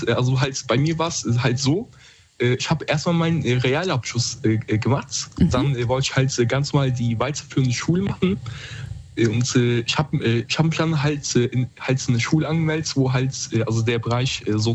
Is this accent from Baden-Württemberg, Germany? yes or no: no; Koblenz, Rhineland-Palatinate, Germany; Also, ich komme aus Koblenz, Rheinland-Pfalz.